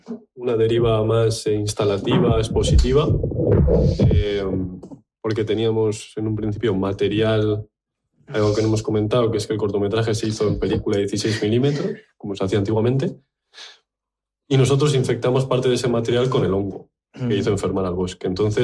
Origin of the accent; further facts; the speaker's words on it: Getxo, Basque Country, Spain; soy de Algorta, entonces y vivo cerquita de aquí